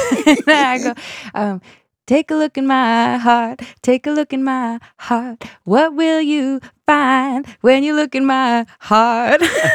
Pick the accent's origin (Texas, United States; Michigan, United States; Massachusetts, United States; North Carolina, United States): Massachusetts, United States; Boston; And I think I have this theory that it has to do with my growing up in Boston.